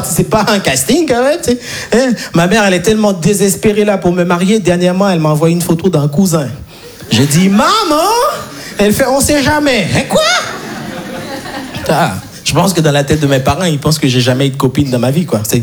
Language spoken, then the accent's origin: French; Haiti; je suis né et grandi en Haïti. Et en Haïti, on n'a pas les quatre saisons.